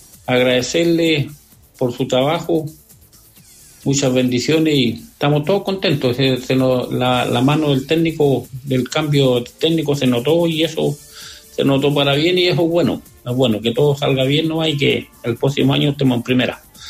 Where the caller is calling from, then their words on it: Coronel, Biobío, Chile; Yo soy de Coronel